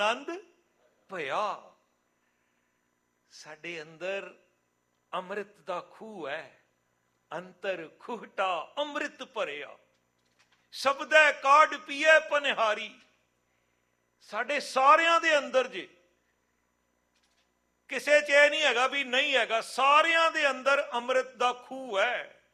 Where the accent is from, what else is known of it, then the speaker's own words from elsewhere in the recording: Delhi, India; ਮੇਰਾ ਜਨਮ ਦਿੱਲੀ ਦਾ, ਐਜੂਕੇਸ਼ਨ ਦਿੱਲੀ ਚ ਹੋਈ।